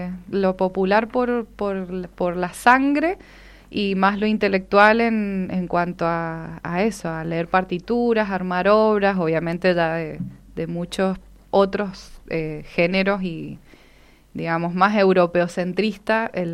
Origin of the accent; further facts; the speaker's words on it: San Rafael, Mendoza, Argentina; born there; Bueno, yo nací en San Rafael. Y no me digan nada con eso de que, ay, que es otra provincia.